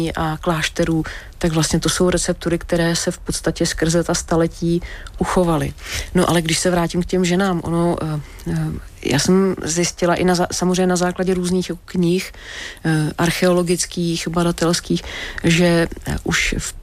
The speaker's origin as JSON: {"language": "Czech", "town": "Nymburk", "region": "Central Bohemian Region", "country": "Czechia", "tie": "born there", "said": "narodila jsem se v Nymburce"}